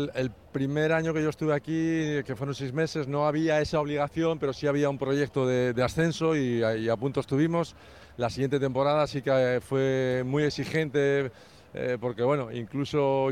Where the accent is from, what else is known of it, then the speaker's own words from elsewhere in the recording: Asturias, Spain; Cuando ya salimos de allí, todos somos asturianos.